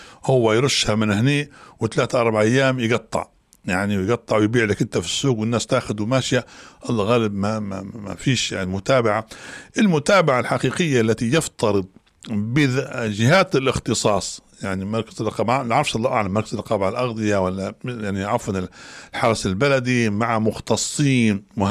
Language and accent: Arabic; Libya; وإحنا كنا كليبيين نعرفوا استنزاف الأرض